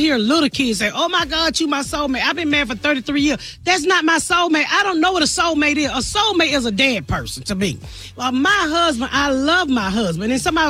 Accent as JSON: {"language": "English", "town": "Atlanta", "region": "Georgia", "country": "United States", "said": "I ask myself all the time, how even people know that when I'm from Atlanta, people know when I sold drugs"}